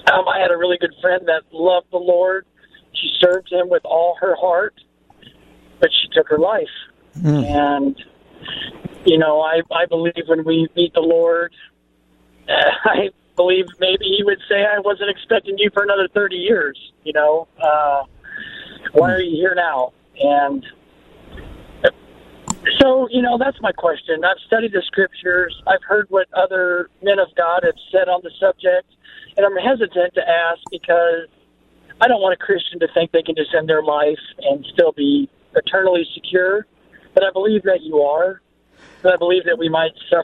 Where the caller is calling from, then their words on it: Oskaloosa, Iowa, United States; I'm calling from Iowa, actually. I'm Oskaloosa, Iowa.